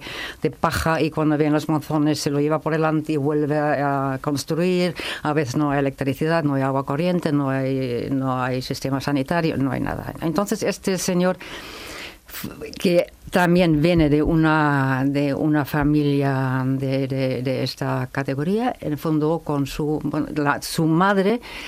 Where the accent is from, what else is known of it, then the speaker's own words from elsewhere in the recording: Germany; moved away; yo soy alemana.